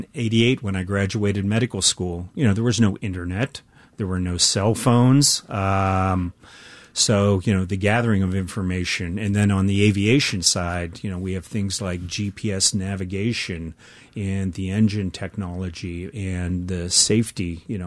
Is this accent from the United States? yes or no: yes; Steubenville, Ohio, United States; where I grew up in Steubenville, Ohio